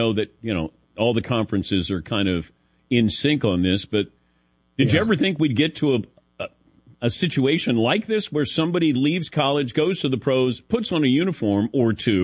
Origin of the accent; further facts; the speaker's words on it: Ohio, United States; Yeah, but, you know, I said, and I grew up in Ohio, I said, give him a break.